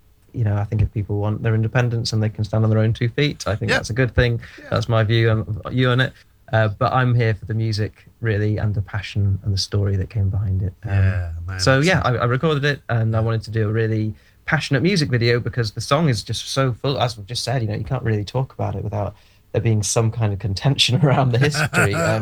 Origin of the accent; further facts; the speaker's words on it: Scotland, United Kingdom; I grew up in Scotland, so I've got quite a connection to that sort of music